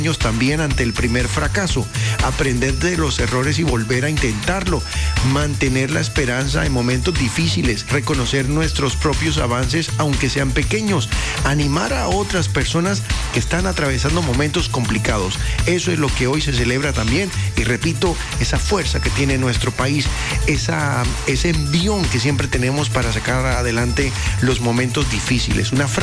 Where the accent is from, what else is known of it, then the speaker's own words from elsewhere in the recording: Colombia; así como somos hermanos los colombianos